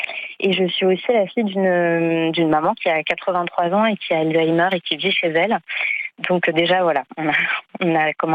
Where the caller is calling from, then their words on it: Ivry-sur-Seine, Île-de-France, France; je vous appelle d'Ivry-sur-Seine, en région parisienne.